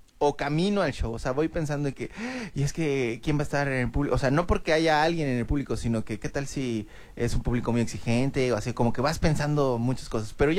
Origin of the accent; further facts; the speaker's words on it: Mexico; Y, por supuesto, hay muchas cosas que nos identifican como mexicanos.